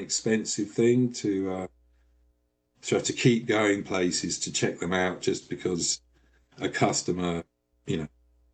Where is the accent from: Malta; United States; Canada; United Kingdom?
United Kingdom; London; And, you know, as a Londoner, you know, fascinated by, at that point, the biggest city in Europe